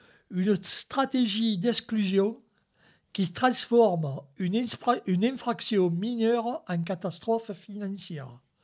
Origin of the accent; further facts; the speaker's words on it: Marseille, Provence-Alpes-Côte d'Azur, France; accent: English accent of the northern districts of Marseille; pardonnez mon accent anglais des quartiers nord de Marseille